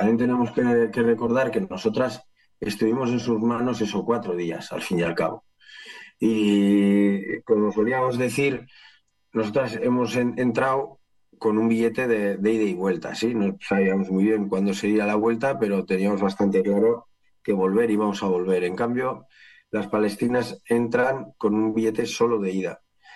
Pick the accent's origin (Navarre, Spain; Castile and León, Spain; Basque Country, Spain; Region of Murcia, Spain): Basque Country, Spain; nosotras fuimos como delegación vasca